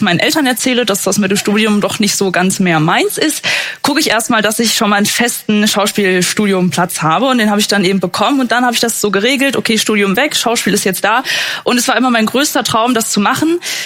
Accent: Germany; Aber wenn ich als Deutsche mit sogar Migrationshintergrund sagen möchte, ich möchte mal in Deutschland fahren hinhängen, dann ist das natürlich verboten.

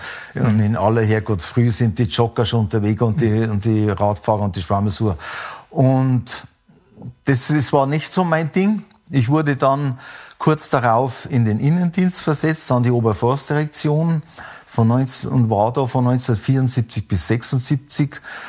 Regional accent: Bavaria, Germany; Ich bin gebürtiger Oberbayer, bin geboren in einer Ortschaft, die es heute gar nicht mehr gibt, auch so eine Besonderheit, nämlich in Fall.

